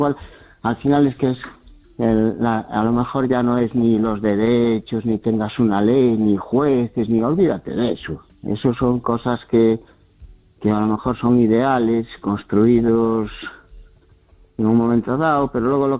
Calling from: Ourense, Galicia, Spain; Desde Ourense

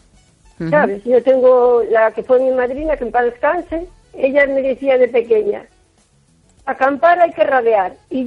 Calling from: O Carballiño, Galicia, Spain; la de Carballiño.

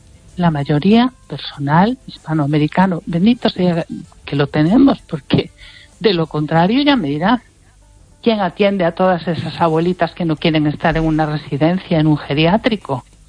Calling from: Lugo, Galicia, Spain

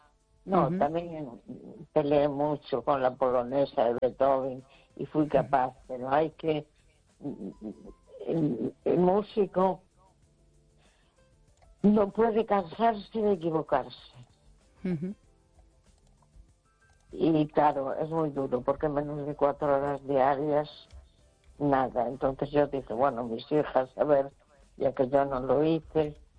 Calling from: A Coruña, Galicia, Spain; de La Coruña.

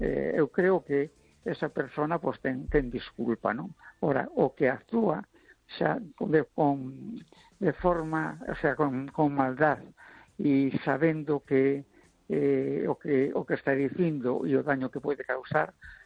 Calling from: A Coruña, Galicia, Spain; de La Coruña.

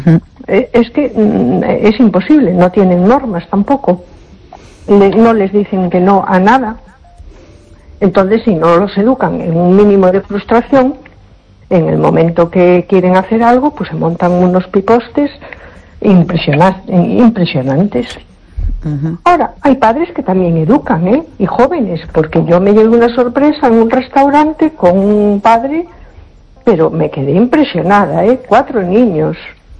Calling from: A Coruña, Galicia, Spain; de Coruña.

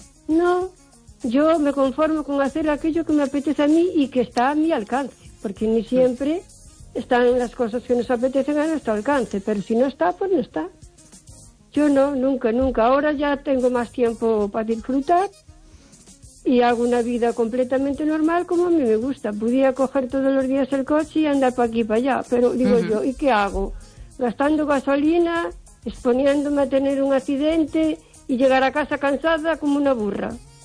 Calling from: O Carballiño, Galicia, Spain; de Carballiño.

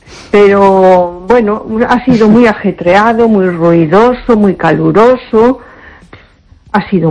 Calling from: A Coruña, Galicia, Spain; Hola, buenas noches. … de Coruña.

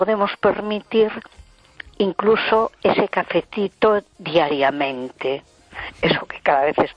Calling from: A Coruña, Galicia, Spain; de Coruña.

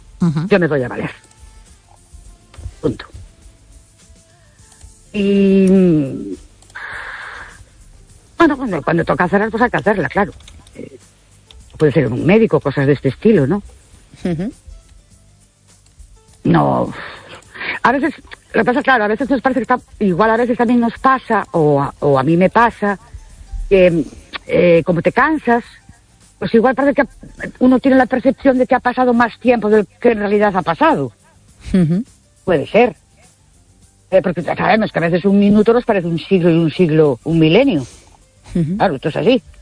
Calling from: Ourense, Galicia, Spain; Buenas noches … de Orense.

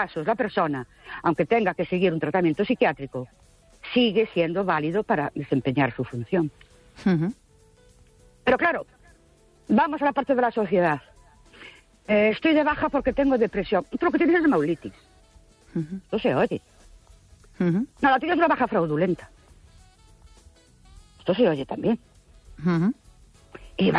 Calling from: Ourense, Galicia, Spain; Buenas noches … de Orense.

